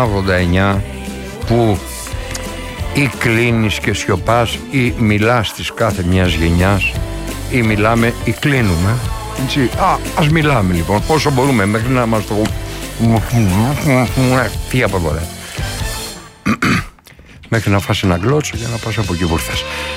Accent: Greece; Θα ήμασταν ωραίοι ως Έλληνες

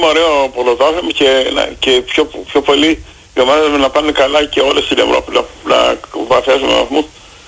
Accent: Chania, Crete, Greece; Εγώ είμαι από Χανιά.

